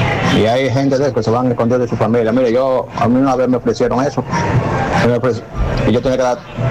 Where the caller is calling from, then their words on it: Santo Domingo Este, Santo Domingo, Dominican Republic; gracias a Dios tengo mi casa propia. Tengo un negocito aquí en Los Minas.